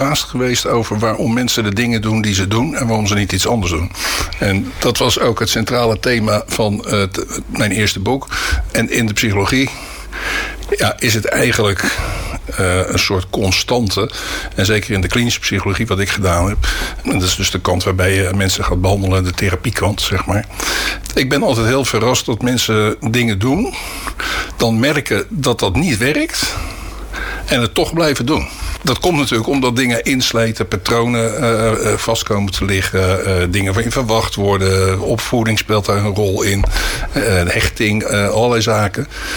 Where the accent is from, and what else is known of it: Schiedam, South Holland, Netherlands; born or raised there; now in Vlaardingen, Netherlands